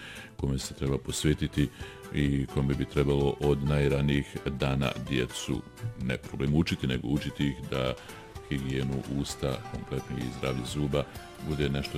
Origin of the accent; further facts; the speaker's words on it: Republika Srpska, Bosnia & Herzegovina; tako je već godinama na ovim područjima, pogotovo kod nas u Republici Srpskoj, Bosni i Hercegovini.